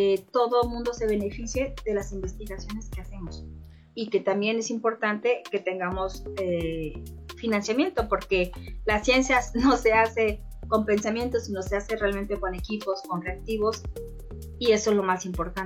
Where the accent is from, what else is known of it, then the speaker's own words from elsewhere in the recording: Veracruz, Mexico; En mi caso, que yo soy originaria de Veracruz y que aquí no tengo a nadie, es un poco complejo